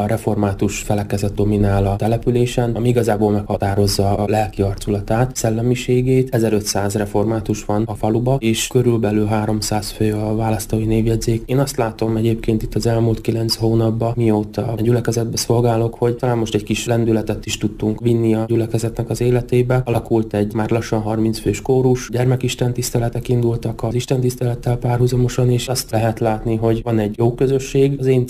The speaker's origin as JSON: {"language": "Hungarian", "region": "Zakarpattia Oblast", "country": "Ukraine", "lives_now": "Hungary", "said": "Kárpátaljáról származom, és a teológia elvégzése után is Kárpátaljára mentem haza a segédbeosztott lelkésznek"}